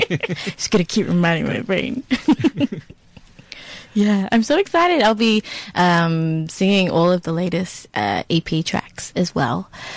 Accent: New South Wales, Australia; So growing up on Darug country was big important part of who I am and my identity as well, and being in between, I guess, from the mountains to the sea was that's kind of about me, where I'm from

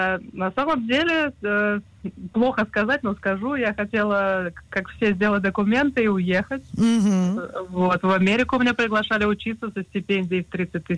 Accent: Saint Petersburg, Russia; moved away as an adult; now in Israel; я из Петербурга, прекрасное место, но там очень депрессивная и ужасная погода.

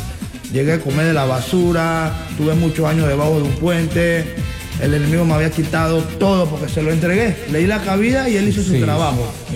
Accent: Panama City, Panamá, Panama; Y yo nací, yo crecí en una ciudad en Panamá, en la capital, se llama San Miguel, donde el traidor de la droga estaba a la puerta de tu casa.

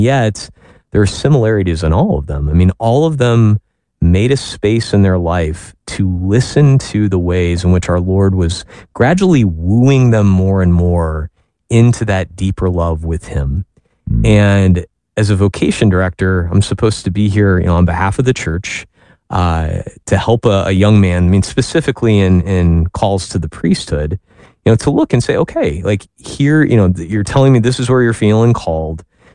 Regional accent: Peoria, Illinois, United States; I grew up in the Diocese of Peoria, Illinois, and we had this wonderful vocation summer camp

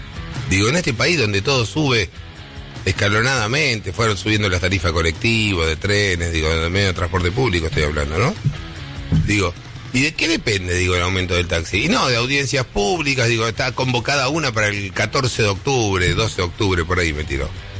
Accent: Argentina; No sé por qué pienso mal. Soy argentino, pienso mal.

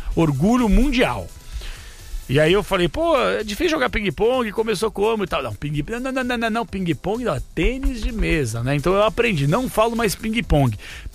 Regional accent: Uberaba, Minas Gerais, Brazil; Alô, Uberaba, minha terra.

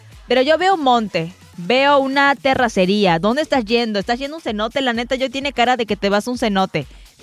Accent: Mexico

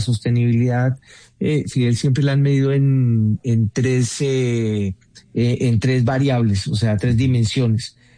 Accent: Colombia; now in Mexico City, Mexico; Para mí como colombiano y un colombiano que lleva un buen rato fuera del país, es un placer enorme poder hablar contigo y hablarle a nuestros paisanos, a los colombianos.

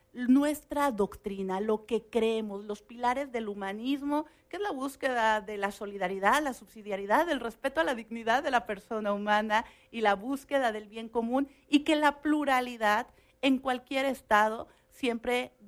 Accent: Zacatecas, Mexico; Yo soy zacatecana, somos vecinos

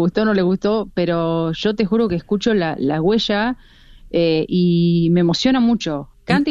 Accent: La Pampa, Argentina; also born or lived in Río Cuarto, Córdoba, Argentina; yo te digo como pampeana, porque yo nací en Río Cuarto, pero al mes de vida me vine a vivir a La Pampa, o sea que soy más pampeana que otra cosa.

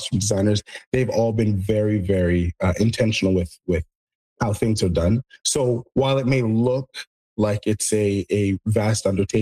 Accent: Canada; As a Canadian

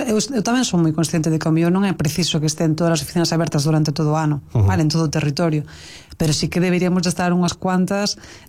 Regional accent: Galicia, Spain; como xa sabes que son un galego

